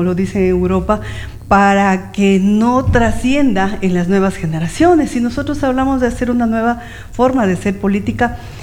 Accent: Loja, Ecuador

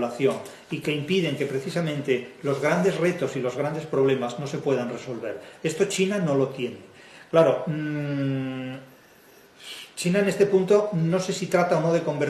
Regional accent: Spain

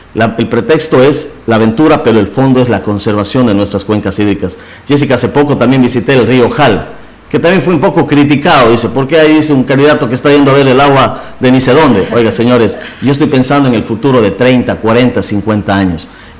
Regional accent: Morona Santiago, Ecuador; Yo soy del sector de Huacani

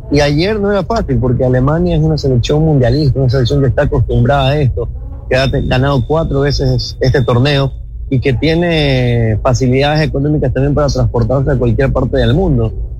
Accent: Ecuador

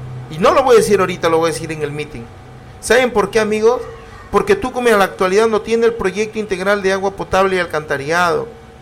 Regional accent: Túcume, Lambayeque, Peru; Yo soy del caserío La Pintada

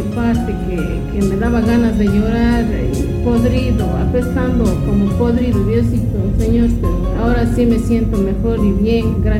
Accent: Javier Loyola, Cañar, Ecuador; De Javier Loyola, ….

